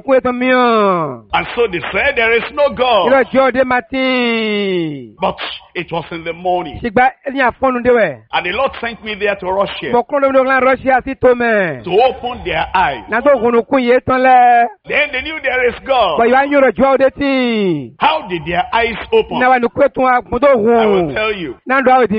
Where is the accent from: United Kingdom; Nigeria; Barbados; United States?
Nigeria; Because I came from Nigeria, Africa.